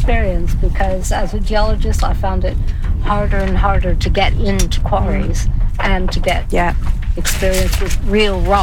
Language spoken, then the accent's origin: English; Oxford, South East England, United Kingdom; Well, it's great because I'm from the Oxford side.